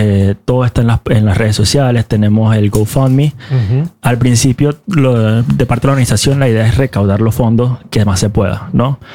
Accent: Venezuela; tuve la oportunidad como venezolano, fui a apoyar al evento que tuvieron ahí en Buxtabaya, 43.

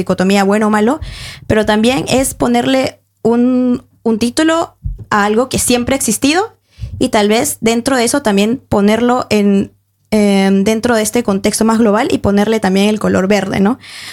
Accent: Peru; now in Norway; yo, una migrante peruana, teniendo un micrófono en la sociedad noruega

